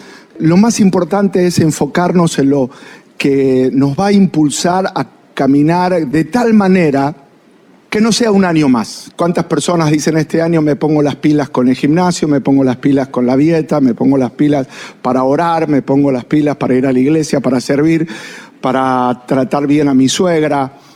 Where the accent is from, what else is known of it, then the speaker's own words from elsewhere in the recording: Argentina; born there; nosotros que nacimos en Argentina, que vivimos acá